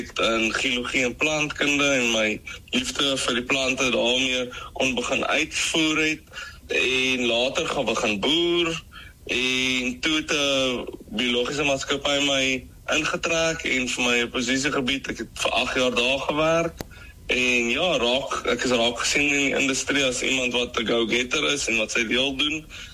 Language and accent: Afrikaans; Louis Trichardt, Limpopo, South Africa; Ek dink ek begin eerder by die mooi dorpie waar ek groot geword het. Ek kom van Louis-Trichardt af en natuurlik is landbou baie pertinent gedeelte van die dorp.